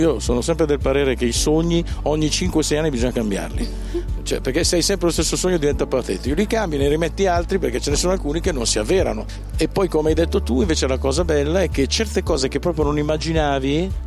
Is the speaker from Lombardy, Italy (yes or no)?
yes; Monza, Lombardy, Italy; una piccola stanza di Monza, che è la mia città natale